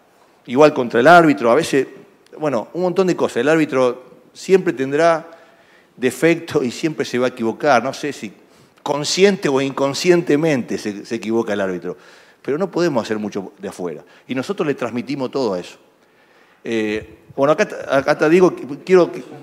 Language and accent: Spanish; Rosario, Santa Fe, Argentina; yo soy de Rosario